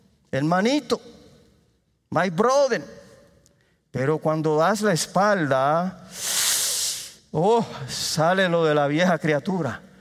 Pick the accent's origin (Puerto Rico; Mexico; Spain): Puerto Rico; Caguas; Yo estoy convencido que a mi pueblo Caguas Dios haya traído esta iglesia